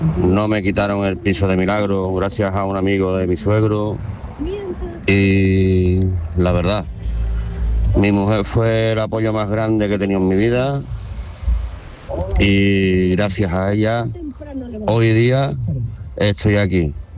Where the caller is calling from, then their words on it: Seville, Andalusia, Spain; del Cerro del Águila.